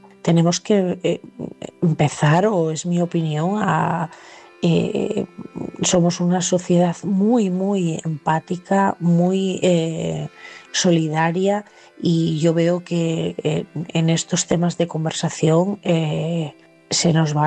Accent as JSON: {"language": "Spanish", "region": "Asturias", "country": "Spain", "said": "de Asturias, esta noche desde León"}